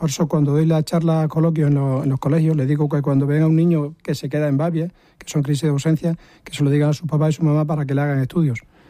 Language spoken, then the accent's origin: Spanish; Puebla de Obando, Extremadura, Spain; now in Mérida, Spain; yo siempre digo que vivo en Mérida, pero que soy de Pueblo de Obando. Lo de los orígenes nunca hay que decir que no es uno de allí. Soy de Pueblo de Obando y vivo en Mérida.